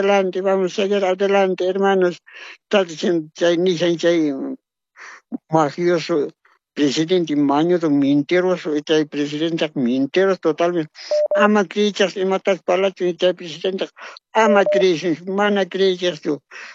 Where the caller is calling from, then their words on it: Bolivia; Yo estoy llamando … de Quilpaya.